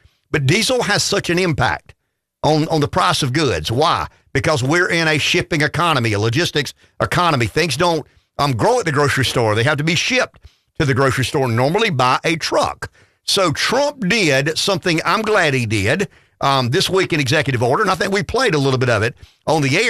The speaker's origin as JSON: {"language": "English", "town": "Pamplico", "region": "South Carolina", "country": "United States", "said": "I'm from Pamplico, you're from Bennisville, so we'll talk the same lingo."}